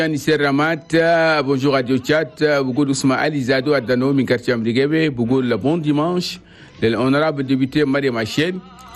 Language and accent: Arabic; Chad; وفي بلدنا تشاد نقول لكم صباح سعيد من الإزالة الوطنية التشادية